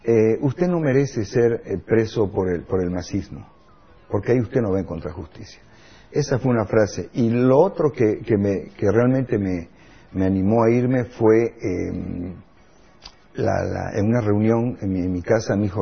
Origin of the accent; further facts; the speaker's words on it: Bolivia; moved away as an adult; No tenía recursos económicos para vivir en ningún país como cualquier boliviano